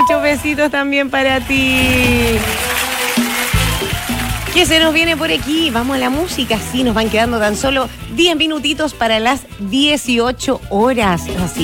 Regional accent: Chile; ¿Para qué más? ¿Para qué más somos buenos los chilenos? Para hartas cosas.

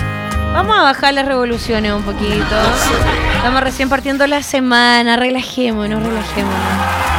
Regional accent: Cuba; Oye, chico, yo también soy cubana.

